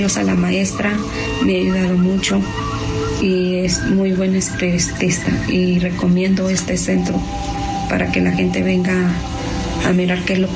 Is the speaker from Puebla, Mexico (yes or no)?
no; Guadalajara, Jalisco, Mexico; Yo soy de Guadalajara.